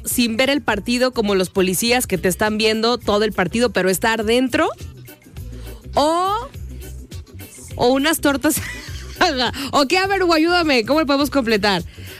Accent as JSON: {"language": "Spanish", "town": "Guadalajara", "region": "Jalisco", "country": "Mexico", "moved": "yes", "lives_now": "Oklahoma, United States", "said": "Yo soy de Guadalajara, pero llevo viviendo en Oklahoma ya por varios años."}